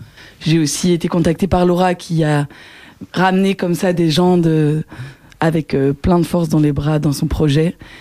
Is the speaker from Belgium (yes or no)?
yes; Wallonia, Belgium; Et moi, j'ai grandi en Belgique, mais hors de Bruxelles, j'ai grandi à Béziti. Qui est à côté de Genappe, dans le Brabant wallon.